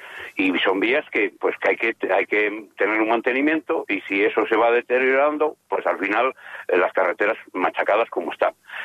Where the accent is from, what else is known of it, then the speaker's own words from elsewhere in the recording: Castile and León, Spain; somos ciudadanos de Castilla y León